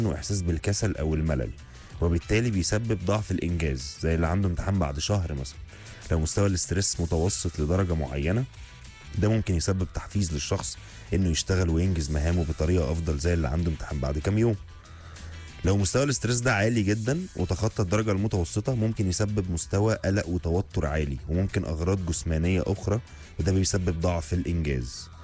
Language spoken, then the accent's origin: Arabic; Egypt; احنا كمصريين بنحب الضغط عشان نعمل كل حاجه بضمير وبذمه